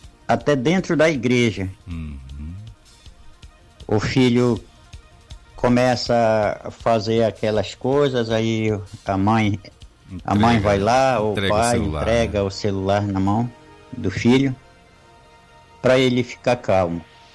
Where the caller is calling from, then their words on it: Juruti, Pará, Brazil; Eu sou aqui de Juruti.